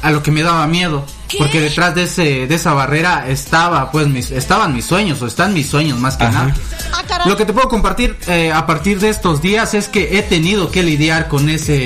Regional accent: Copainalá, Chiapas, Mexico; Y en mi pueblo, en Copainalá, Chiapas, yo vendo tortas.

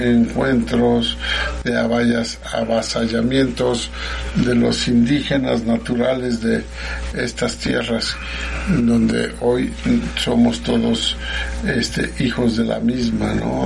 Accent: Mexico; yo creo que hay que tener como mexicanos las cosas muy claras.

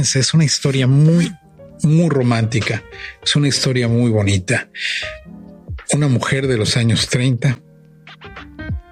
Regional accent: Mexico

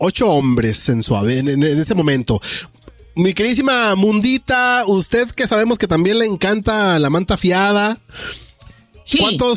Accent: Santiago Papasquiaro, Durango, Mexico; un saludo para todos los de Santiago Papasquiaro, mi tierra tan querida.

